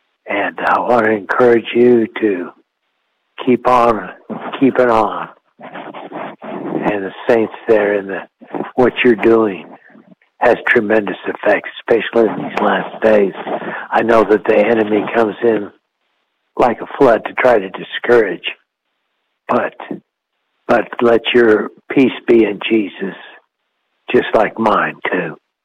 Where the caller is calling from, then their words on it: Turner Station, Kentucky, United States; I'm calling from Turner Station, Kentucky, which is right between Cincinnati and Louisville.